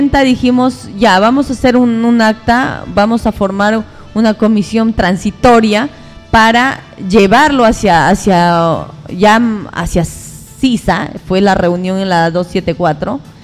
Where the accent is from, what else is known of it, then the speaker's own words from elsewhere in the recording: San Martín, Peru; born there; yo nací aquí en El Dorado, claro, mis padres son migrantes